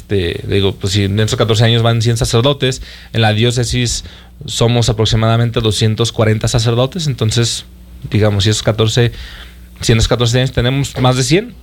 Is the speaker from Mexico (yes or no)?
yes; Zacatecas, Mexico; somos mexicanos y somos zacatecanos